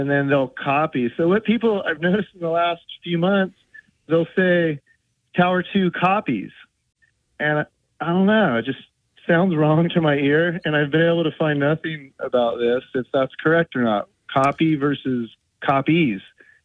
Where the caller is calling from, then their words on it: Florida, United States; I'm calling from East Coast of Central Florida.